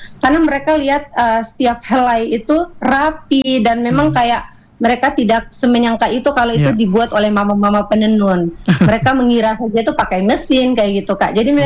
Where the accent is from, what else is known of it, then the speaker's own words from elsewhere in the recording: East Nusa Tenggara, Indonesia; kebanggaan kita orang NTT, Nusa Tenggara Timur.